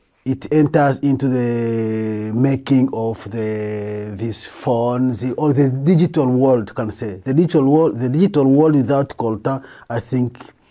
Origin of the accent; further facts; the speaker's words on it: North Kivu, DR Congo; moved away; also born or lived in Goma; I grew up in Katamamba. My secondary school, I did it in Goma. In Goma, Goma is the city, as I said, it bordering Rwanda.